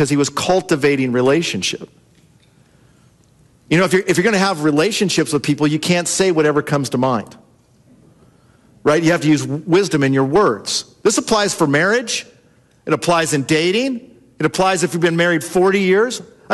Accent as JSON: {"language": "English", "region": "California", "country": "United States", "tie": "born or raised there", "said": "Jara and I grew up in Southern California."}